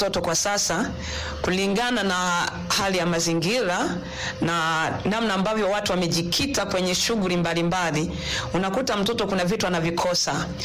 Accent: Bunda, Mara, Tanzania; Mimi ni mwalimu na ni mhudumu kuhusu malezi ya watoto. Natokea hapa Bunda na ni mwinjilisti katika kanisa la AICT Amani Bunda.

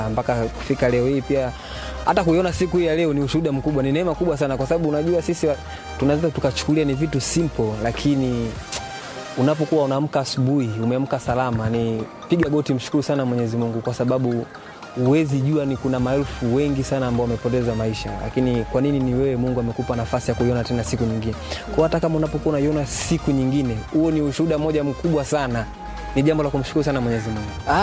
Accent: Tanzania; Mimi kama Mtanzania nimejisikia faraja kulitumikia taifa langu

